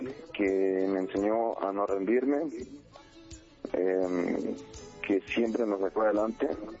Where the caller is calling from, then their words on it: Nezahualcóyotl, State of Mexico, Mexico; De aquí, de Mesa.